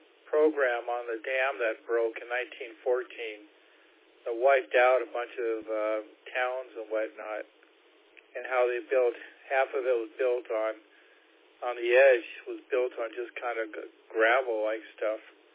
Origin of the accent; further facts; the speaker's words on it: Seattle, Washington, United States; also born or lived in Concord; now in California, United States; I grew up in Seattle, but I wouldn't move back because of the rain. There's too much rain up there.